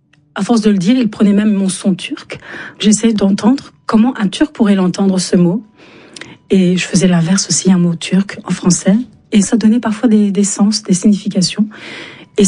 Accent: France; first language Turkish; French is a second language; Pas intruse, mais quand j'allais en Turquie, je réalisais que j'étais française. Et quand je suis en France, on me montre que je ne suis pas tout à fait française parfois, ou combien je peux être turque.

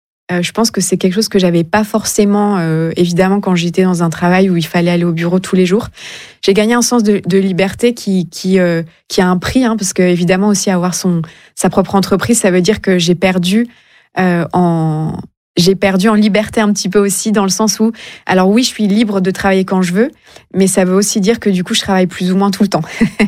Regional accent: Réunion; born there; moved away; also born or lived in France; Je suis française, mais j'ai grandi aussi à La Réunion. Donc, j'ai grandi dans une île, dans un dom-tom.

